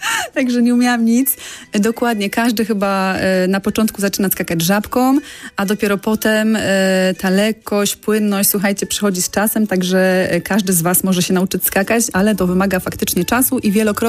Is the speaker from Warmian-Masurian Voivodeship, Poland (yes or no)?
no; Tychy, Silesian Voivodeship, Poland; Ja te zajęcia tak jakby otworzyłam z pasji trochę na Śląsku u siebie w Tychach